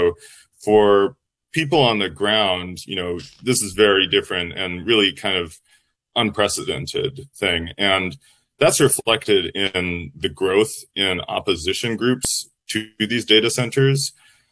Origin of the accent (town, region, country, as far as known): Duluth, Minnesota, United States; born or raised there